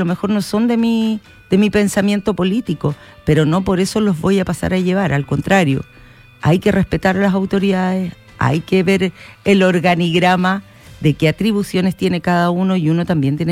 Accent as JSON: {"language": "Spanish", "region": "Tarapacá", "country": "Chile", "said": "O sea, uno va y dice, oye, yo soy de Tarapacá, yo valgo lo mismo que vale"}